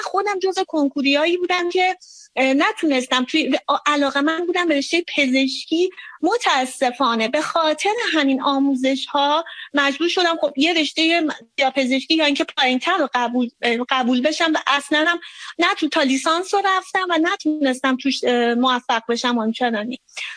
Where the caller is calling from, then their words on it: Tehran, Tehran Province, Iran; من از تهران هستم، ایران عزیزمون.